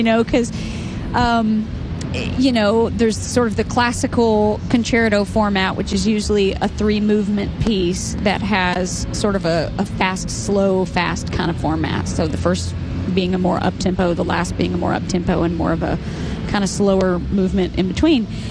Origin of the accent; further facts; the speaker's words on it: Tennessee, United States; I mean, I grew up in Tennessee.